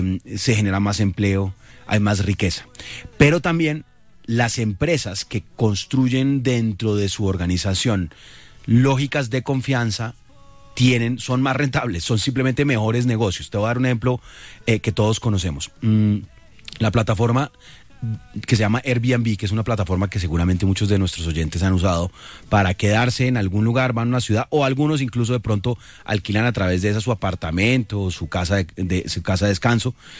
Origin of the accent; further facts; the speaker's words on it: Colombia; lo que creo de nuestra identidad común como colombianos.